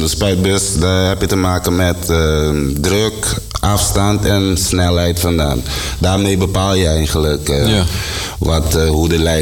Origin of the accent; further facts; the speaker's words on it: Curaçao; born there; ik ben op Curaçao geboren. En mijn vader is Nederlander, mijn moeder was Antilliaans.